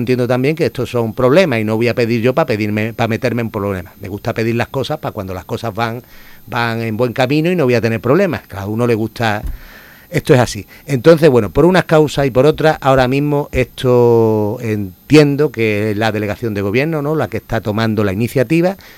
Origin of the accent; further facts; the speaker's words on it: Ceuta, Spain; yo soy de Ceuta y recuerdo la Almadraba